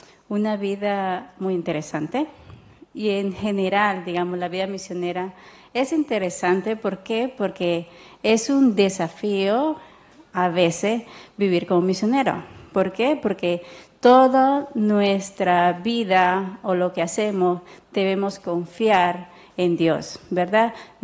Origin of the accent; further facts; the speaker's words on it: Venezuela; now in Bolivia; Soy de Venezuela y soy médica misionera acá en Bolivia